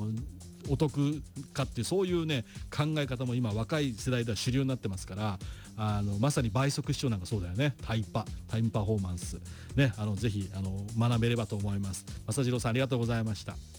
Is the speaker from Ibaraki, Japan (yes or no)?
yes; Kitaibaraki, Ibaraki, Japan; そして私の地元の北茨城有する磯原まんじゅうはなんだかんだコスパいいと思います。